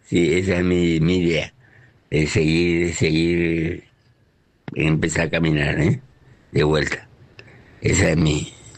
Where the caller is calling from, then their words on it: Clorinda, Formosa, Argentina; de Clorinda, Formosa.